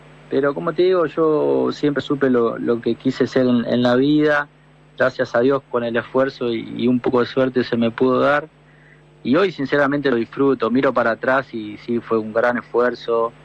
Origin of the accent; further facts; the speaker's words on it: northern Argentina, Argentina; born there; now in La Plata, Argentina; Yo nací en el norte, donde hay pocas posibilidades, casi nula, te diría.